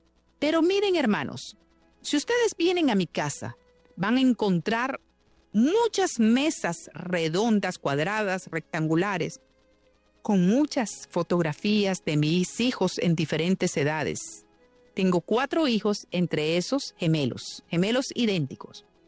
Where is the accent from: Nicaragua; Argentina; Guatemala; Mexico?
Nicaragua; Yo quiero decirle a todo mi pueblo de Nicaragua este saludo.